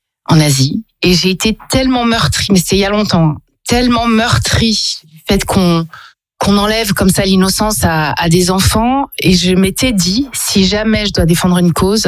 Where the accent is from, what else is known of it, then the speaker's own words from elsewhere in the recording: Paris, Île-de-France, France; moved away as an adult; now in Montpellier, France; puisque je suis parisienne.